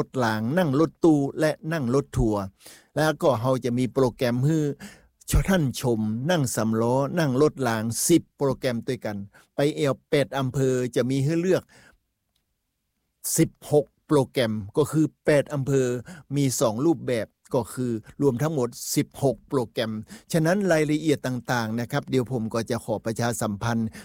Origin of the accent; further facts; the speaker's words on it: Lamphun, Thailand; ในฐานะที่ผมเป็นคนจังหวัดลำพูน